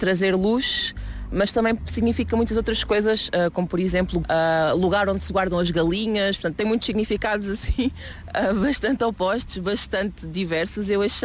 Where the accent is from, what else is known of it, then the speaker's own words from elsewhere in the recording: Portugal; que eu, além de portuguesa, também sou angolana e cabo-verdiana, por parte dos meus pais.